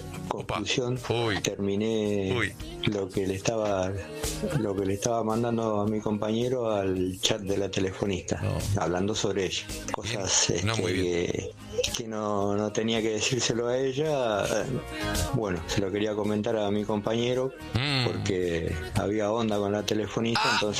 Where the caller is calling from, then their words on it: Lomas de Zamora, Buenos Aires Province, Argentina; de Loma de Zamora. Una vez estaba trabajando en una agencia de remis acá en la zona de Lomas, sí, donde vivo.